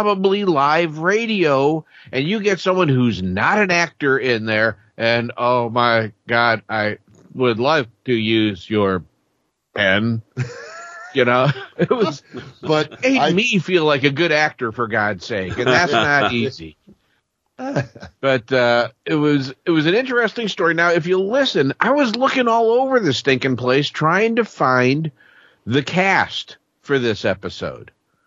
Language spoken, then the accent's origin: English; Peoria, Illinois, United States; because I'm from Peoria.